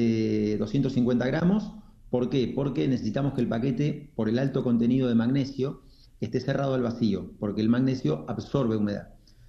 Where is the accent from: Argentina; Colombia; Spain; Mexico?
Argentina; de la yerba mate, que es nuestra cultura, es nuestro ADN como argentinos